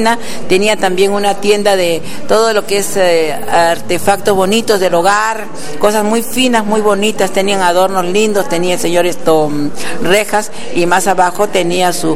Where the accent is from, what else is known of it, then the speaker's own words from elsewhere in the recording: Tacna, Peru; moved away as an adult; a los 20 años me fui de Tacna